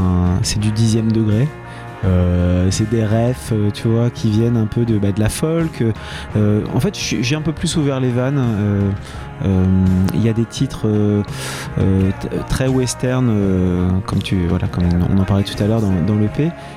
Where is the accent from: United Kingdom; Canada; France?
United Kingdom; England; French is a second language; moved away; Parce que tu vois, je venais d'Angleterre, j'étais rameur.